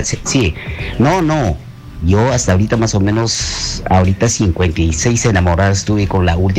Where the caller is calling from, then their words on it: Huánuco, Peru; Le estoy llamando desde la ciudad de Huánuco.